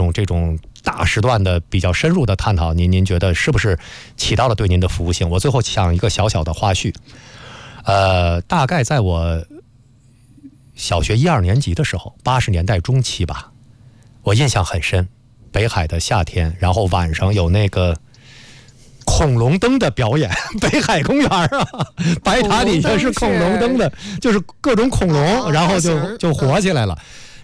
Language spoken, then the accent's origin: Chinese; China; 我们中国人自己的人形机器人